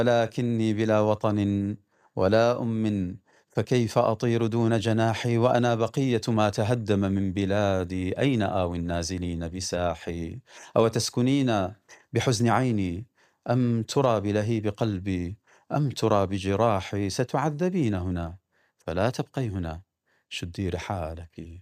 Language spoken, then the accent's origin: Arabic; Deir ez-Zor, Deir ez-Zor Governorate, Syria